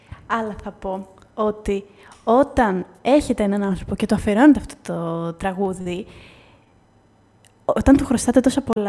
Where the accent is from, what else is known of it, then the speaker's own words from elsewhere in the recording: Trikala, Thessaly, Greece; moved away; αλλά ήμουν στο χωριό μου στα Τρίκαλα, νομίζω.